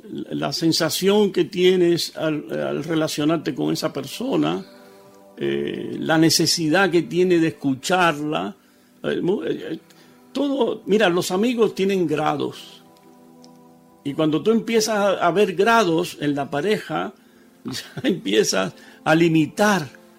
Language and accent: Spanish; Cuba; now in Barcelona, Spain; Y precisamente cuando yo salí de Cuba, ella se quedó allá.